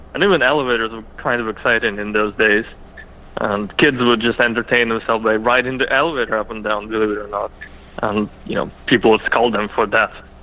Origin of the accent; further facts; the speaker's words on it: Russia; I grew up in Russia